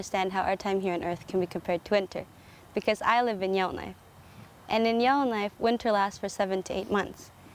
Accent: Philippines; And I'm Filipino, and so I'm made for the tropics, not the Arctic.

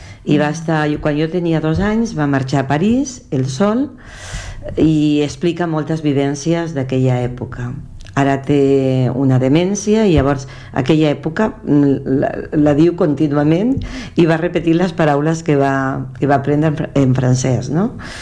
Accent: Aldeanueva del Camino, Extremadura, Spain; born there; moved away; el meu poble es diu Aldea Nueva del Camino i està a la vall de l'Ambrot, que la gent coneix perquè és la vall paral·lela a la vall del Jerte, molt conegut, una vall molt coneguda

